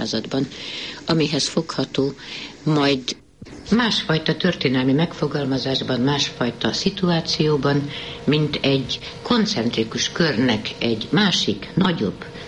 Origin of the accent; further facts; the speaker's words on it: Debrecen, Hajdú-Bihar, Hungary; born there; magyar vagyok, és nagyon ragaszkodom a szülővárosomhoz.